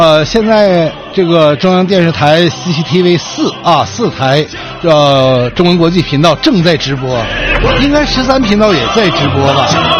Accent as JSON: {"language": "Chinese", "country": "China", "said": "身为中国人我们绝对自豪啊"}